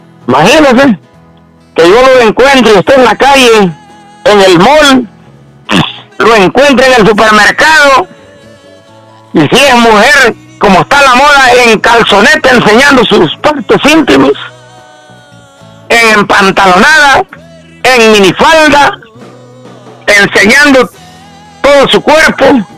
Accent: El Salvador; accent: Salvadoran; now in United States; Soy un campesano, un campesino, imagínese. Llegué a los Estados Unidos y todavía tengo el acento de allá de mi país. Todavía me identifico como salvadoreño, ya no le hablo mexicano, ya no le hablo caliche mexicano, ya no le hablo caliche puertorriqueño, no le hablo caliche cubano

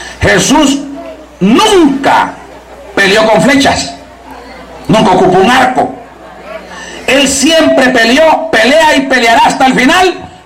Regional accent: El Salvador; allá sale que … que soy del Salvador.

